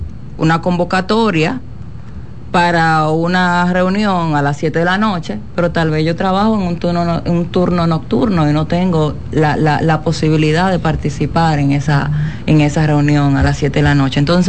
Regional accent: Dominican Republic

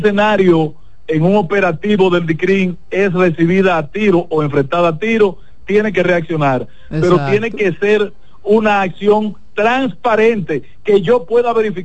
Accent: Dominican Republic; no soy dominicano

